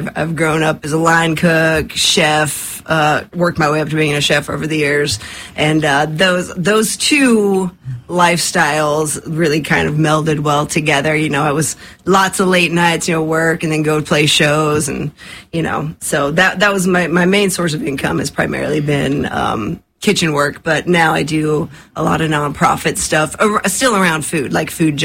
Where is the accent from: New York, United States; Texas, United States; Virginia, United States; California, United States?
Virginia, United States; moved away; I grew up in Southwest Virginia, right in the Blue Ridge Mountains near the Tennessee border.